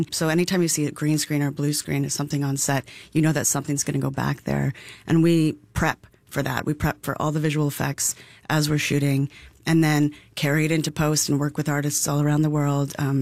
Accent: Calgary, Alberta, Canada; also born or lived in Jasper; And I grew up half in Jasper and then on a farm out, or a ranch outside of Calgary for most of my life.

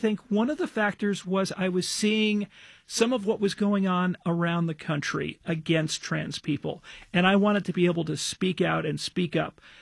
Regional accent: Cranford, New Jersey, United States; I came out first at a public meeting in my hometown of Cranford, New Jersey.

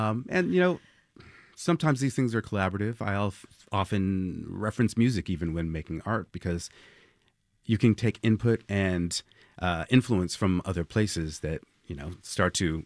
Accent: Los Angeles, California, United States; And even before that, as a teenager growing up in Los Angeles, I was a graffiti artist.

